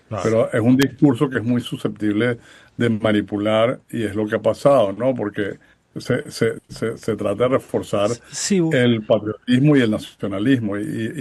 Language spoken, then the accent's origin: Spanish; Venezuela; moved away; yo soy venezolano de origen